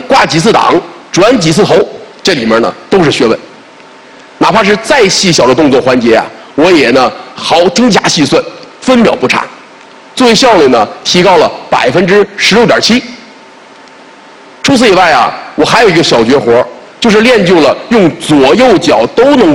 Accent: Tianjin, China; 我是一名天津港的子弟，我父亲呢在退休之前就工作在天津港，是一名非常普通的码头装卸工人。小的时候呢，我的家呀距离港口的码头很近

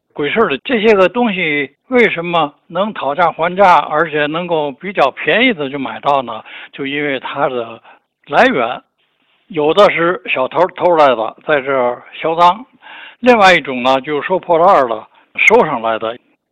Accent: Nankai, Tianjin, China; born there; 那个时候我15岁吧，在南开上初中

